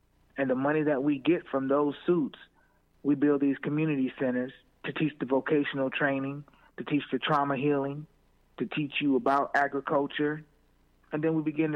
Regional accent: Aurora, United States; I got one in my hometown, Aurora.

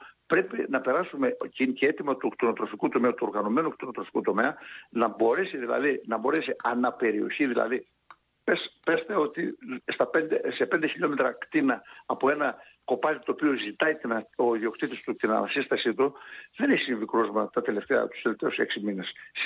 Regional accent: Elassona, Thessaly, Greece; που είναι η Ελασσόνα, η ιδιαίτερη πατρίδα μου

